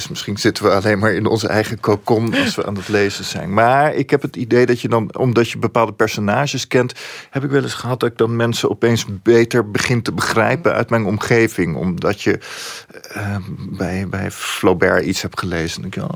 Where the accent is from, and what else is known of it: Leiden, South Holland, Netherlands; born or raised there